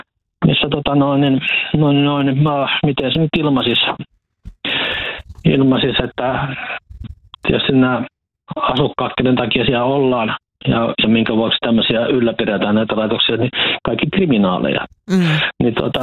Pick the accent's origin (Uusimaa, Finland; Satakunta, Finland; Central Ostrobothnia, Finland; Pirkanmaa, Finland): Satakunta, Finland; Huittinen; Ja siis mä huittisin sitä kotoisin ja asuin nuoruuteni ja varhaisen aikuisuutenikin Huittisissa.